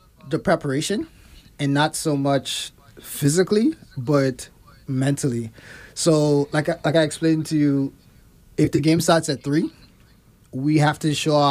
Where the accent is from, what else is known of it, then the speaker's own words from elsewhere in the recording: Cockburn Town, Grand Turk, Turks & Caicos Islands; born and raised in Grand Turk.